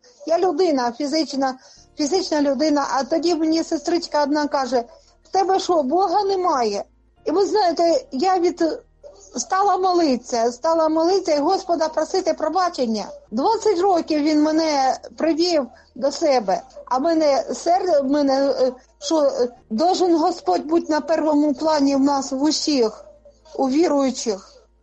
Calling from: Kharkiv Oblast, Ukraine; Із Харківщини.

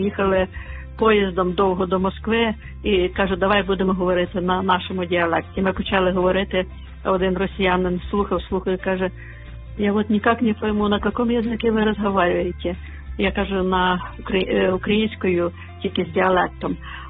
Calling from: Lviv, Lviv Oblast, Ukraine; зі Львова.

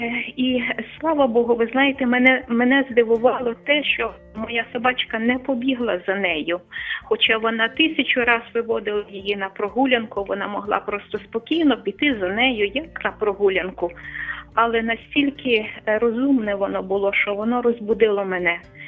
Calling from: Lviv, Lviv Oblast, Ukraine; я львів'янка.

